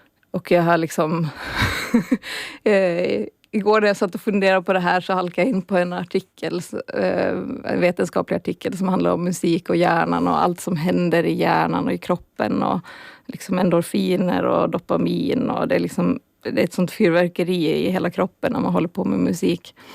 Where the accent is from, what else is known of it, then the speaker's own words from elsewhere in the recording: Åland, Finland; Jag är uppvuxen på Åland, har tagit några kringelkrokar i livet och nu bor jag här sedan några år tillbaka.